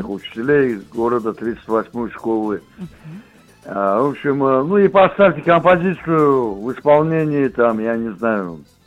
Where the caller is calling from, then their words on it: Makhachkala, Dagestan, Russia; звоню с Махачкалы.